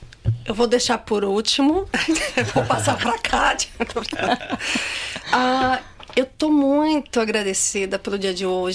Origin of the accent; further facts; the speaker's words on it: Australia; Portuguese is a second language; Ai, gente, eu sou muito australiana.